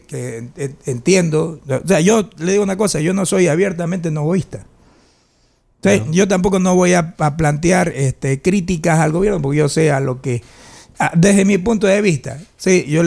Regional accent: Ecuador; no soy el único ecuatoriano que piensa de esta manera

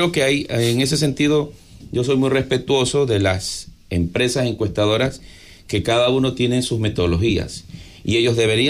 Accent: Manta, Manabí, Ecuador; also born or lived in Guayaquil; Yo soy de aquí de Manabí, yo soy de Manta. Bueno, un tiempo pasé radicado en Guayaquil por temas de consultoría

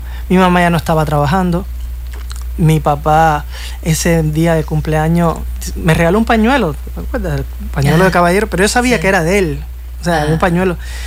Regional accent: Cuba; moved away as an adult; now in Mexico; Vine de Cuba como director musical de una cantante muy popular en Cuba, muy popular.

